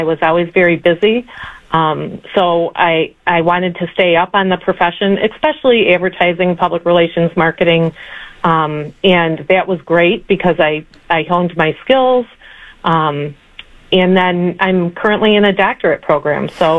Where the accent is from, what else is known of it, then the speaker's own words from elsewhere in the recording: Michigan, United States; Well, you know, I grew up in Southeast Michigan